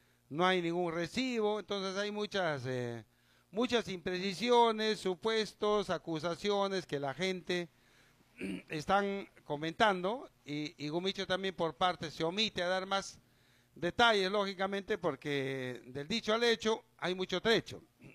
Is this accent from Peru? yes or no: yes; Peru